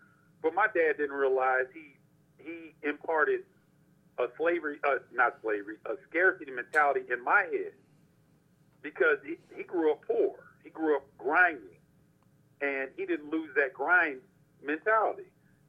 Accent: United States; moved away as an adult; now in Mexico; because we come from America with American dollars.

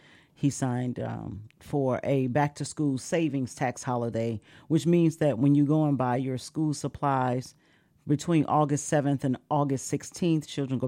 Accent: East St. Louis, Illinois, United States; We're all from East St. Louis.

